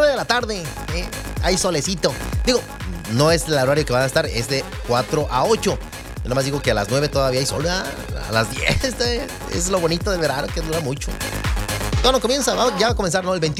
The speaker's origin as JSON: {"language": "Spanish", "region": "Guanajuato", "country": "Mexico", "said": "soy de Guanajuato"}